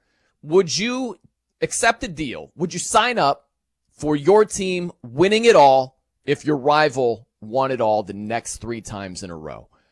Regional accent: South Bend, Indiana, United States; I'm from South Bend, Indiana.

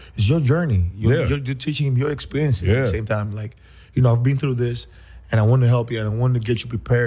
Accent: Greece; moved away; we come from Greece. So Greece is like 11 million people. Like, in Greece is not really that far apart in places. So just me being in Delaware

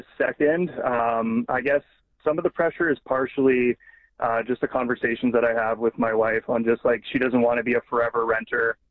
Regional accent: Ottawa, Ontario, Canada; I grew up in Ottawa. My parents don't live there anymore.

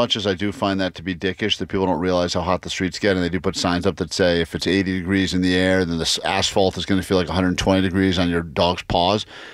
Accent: East Coast, United States; I mean, I guess I grew up in humidity on the East Coast

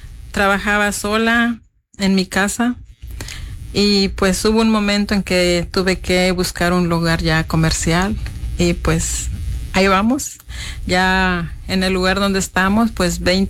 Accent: Tamasopo, San Luis Potosí, Mexico; moved away; Muy bonita mi tierra, muy bonita. Nada más que pues uno tiene que emigrar, ¿verdad?

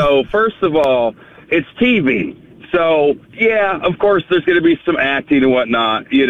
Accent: West Coast, United States; moved away; I'm originally from the West Coast, where fires are rampant out there.

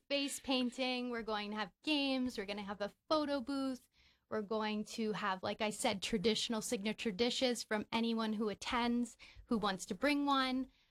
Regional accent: East Coast, United States; now in Midwest, United States; coming from somewhere outside of the Midwest, where I grew up on the East Coast

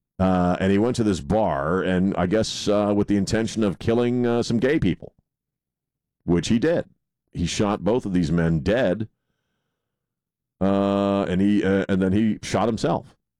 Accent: Maryland, United States; I grew up in Maryland, which is one of the most liberal states in the country, and it certainly was then, too.

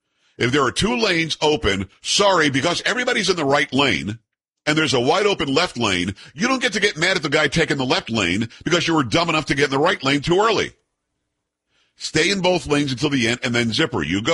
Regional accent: Florida, United States; also born or lived in New York; Now, growing up in South Florida and also parts of New York, Florida does it better.

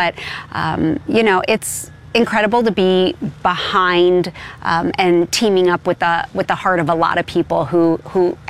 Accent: Hollywood, California, United States; You know, there's a lot of us that had great experiences growing up in Hollywood, really.

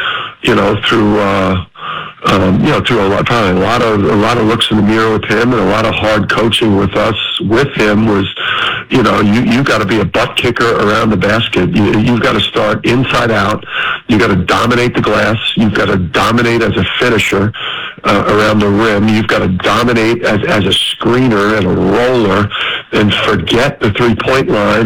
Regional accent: New Jersey, United States; I'm a hoops junkie, and I'm from Jersey.

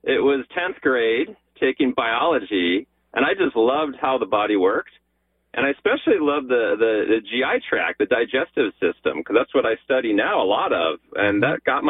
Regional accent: Los Angeles, California, United States; Yeah, you know, I'm born and raised in Los Angeles, and actually I'm third generation Los Angelino.

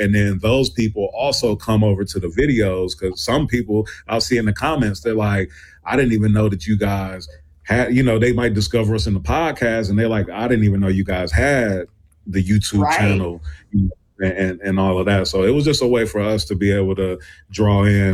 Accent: Milwaukee, Wisconsin, United States; I'm from Milwaukee, Wisconsin.

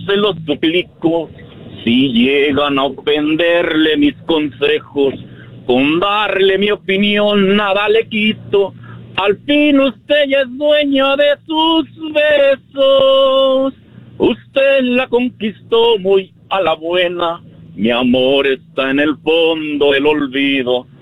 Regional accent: Michoacán, Mexico; Puro Michoacán.

